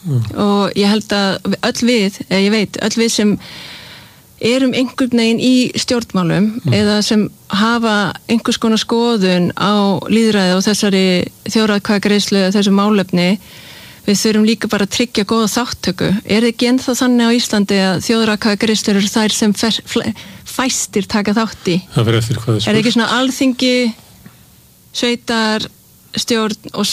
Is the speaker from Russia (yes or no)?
no; Denmark; ég meina ég ólst upp í Evrópusambandinu ég veit nákvæmlega hvaða kostir og hvaða gallar ég meina ég ólst upp í Danmörku